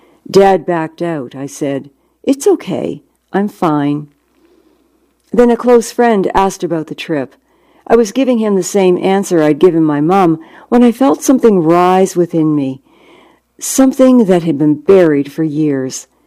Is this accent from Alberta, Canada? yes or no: no; Toronto, Ontario, Canada; born there; I was born in St. Michael's Hospital in Toronto in 1951.